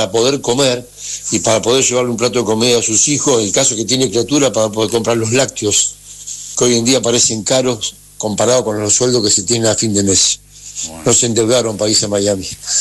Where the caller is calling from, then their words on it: Argentina; Escucho de Recife … desde Recife